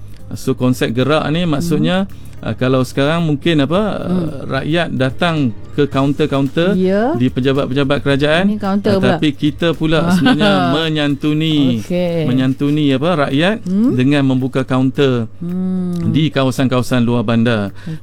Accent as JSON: {"language": "Malay", "region": "Kedah", "country": "Malaysia", "said": "Bukanlah sebab saya asal orang Kedah, kita buat program ni kat Kedah."}